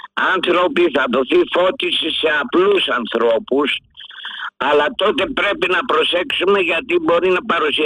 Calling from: Marousi, Attica, Greece; από Μαρούσι.

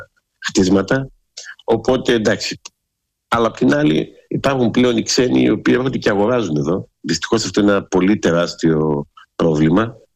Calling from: Thessaloniki, Central Macedonia, Greece; εδώ στη Θεσσαλονίκη

